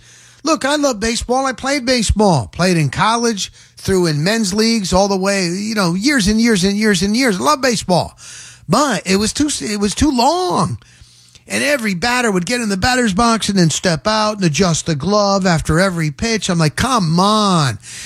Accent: New Jersey, United States; I'm from Jersey, New Jersey, okay? And I grew up there, northern Morris County, northern New Jersey.

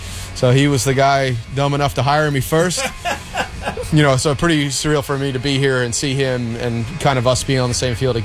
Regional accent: Canberra, Australian Capital Territory, Australia; Michael Collins, who I grew up with in Canberra

